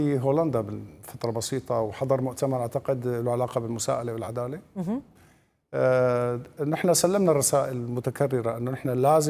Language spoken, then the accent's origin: Arabic; Syria; طب انا بحسد اكتشفت انه ما في اتفاقيه بين هذه الدوله وبيننا احنا كسوريين.